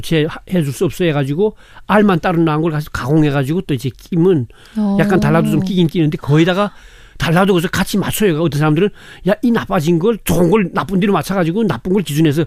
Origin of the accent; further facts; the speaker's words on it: North Korea; 그래서 보통 보면 일반인들은 또 특히 우리 고향에 있던 사람들은 안경을 그렇게 정밀하게